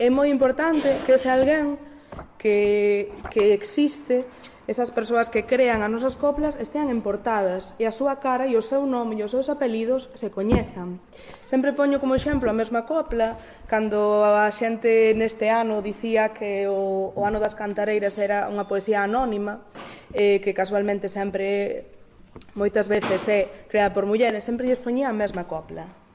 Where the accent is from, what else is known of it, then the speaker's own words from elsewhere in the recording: Vigo, Galicia, Spain; Cheguei sumamente sorprendida porque aquí onde me vedes son de Vigo, e en Vigo pois case non se fala galego.